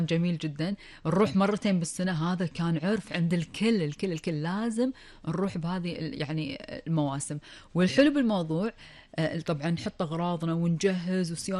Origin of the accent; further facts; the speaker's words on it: Kuwait; عن أجمل وأفضل وأسمى المعالم الكويتية في طبعا في ديرتنا الحبيبة الكويت.